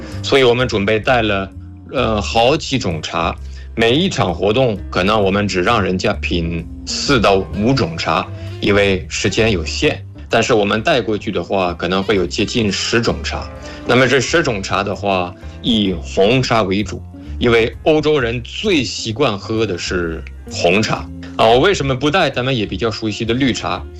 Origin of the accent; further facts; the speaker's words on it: France; Chinese is a second language; moved away as an adult; now in China; 我作为一个法国人，